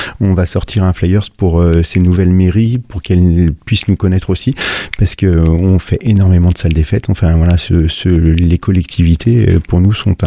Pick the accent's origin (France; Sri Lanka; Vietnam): France; Auvergne-Rhône-Alpes; Je suis originaire de la région lyonnaise, moi.